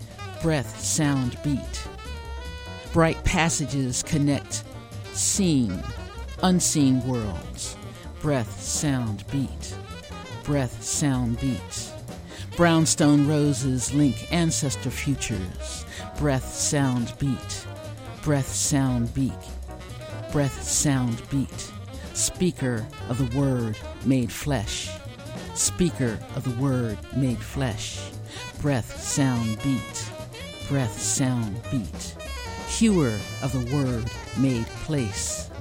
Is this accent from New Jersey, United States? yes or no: yes; New Jersey, United States; I'm from South Jersey